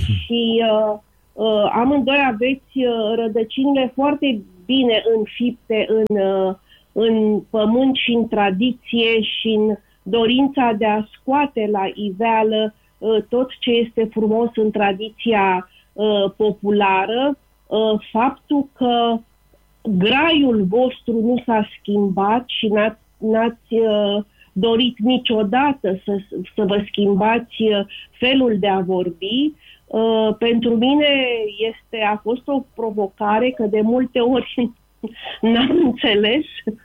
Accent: Bucharest, Romania; sunt născută în București, sunt născută la Blop, n-am pe nimeni în afara Bucureștiului. Da, suntem din neam în neam, suntem din București

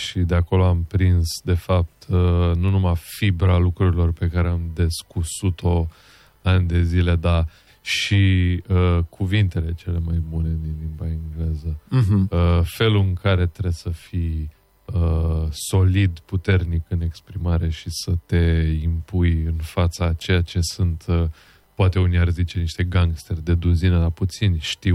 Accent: Reșița, Caraș-Severin, Romania; born there; moved away; also born or lived in New York; eu m-am născut la Reșița, un oraș minunat

